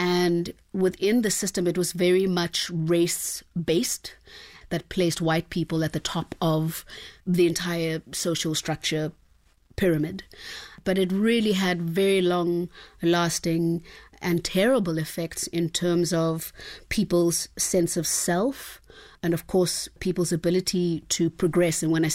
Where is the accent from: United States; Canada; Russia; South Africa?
South Africa; Eastern Cape; born or raised there